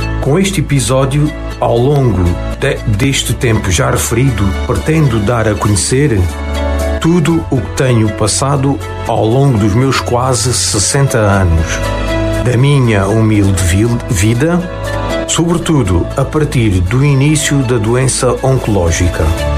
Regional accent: Portalegre, Alentejo, Portugal; nasci em 25/7/66, sou natural de Porto Alegre e reformado.

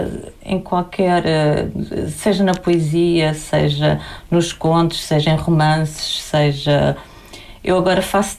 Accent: Lisbon, Portugal; moved away as an adult; also born or lived in Faro / Lagos; now in Algarve, Portugal; Eu sempre vivi em Lisboa com alguns interregnos pelo Algarve. Quando eu era criança, vivi aqui em Faro.

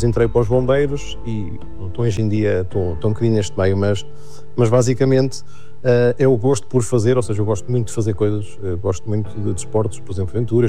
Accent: Centro, Portugal; also born or lived in Coimbra; now in Guarda, Portugal; já ter nascido em 84, sou cá da região, ou seja, sou de uma terra muito próxima daqui, de uma aldeia, dos 30, uma aldeia muito emblemática também no nosso concelho, já foi muito industrializada, agora se calhar já não tanto.

